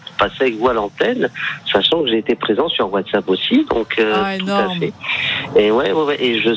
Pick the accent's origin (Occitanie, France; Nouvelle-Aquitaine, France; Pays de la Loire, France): Nouvelle-Aquitaine, France; Bordeaux; Je suis de Bordeaux.